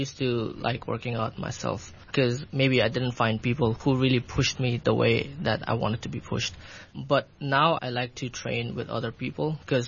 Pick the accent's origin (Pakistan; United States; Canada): Pakistan; English is a second language; you're in a new industry and I'm from Pakistan as well.